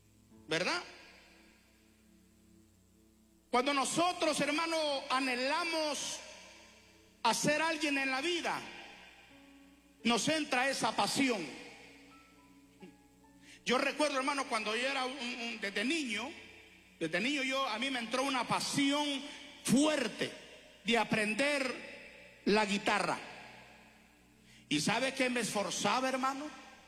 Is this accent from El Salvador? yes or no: yes; El Salvador; porque eso pasó allá en mi país, en El Salvador.